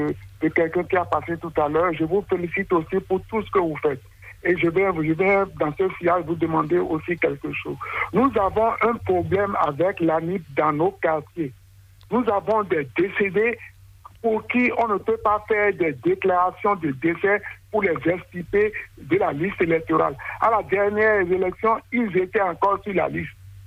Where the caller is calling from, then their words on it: Cotonou, Littoral, Benin; Moi, je suis à Ouéhotanou, dans le 11e arrondissement à Cotonou.